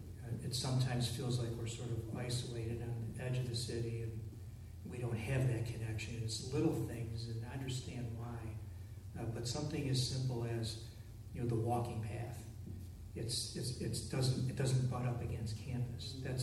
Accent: Allegheny County, Pennsylvania, United States; moved away as an adult; I grew up in Allegheny County, and my wife and I left for almost 25 years. And came back in 2018, and this is home. We're back home.

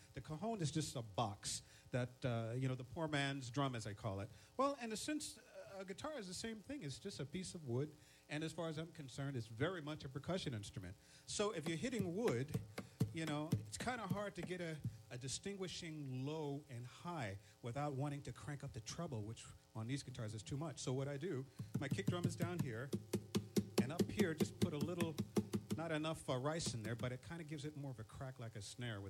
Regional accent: Philadelphia, Pennsylvania, United States; moved away as an adult; now in Geneseo, United States; I'm actually from Philadelphia.

